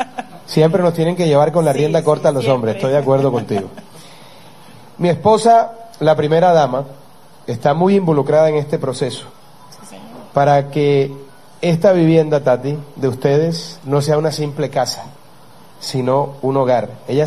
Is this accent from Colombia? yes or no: yes; Córdoba, Colombia; yo que soy cordobés y allá ha sido un departamento históricamente agricultor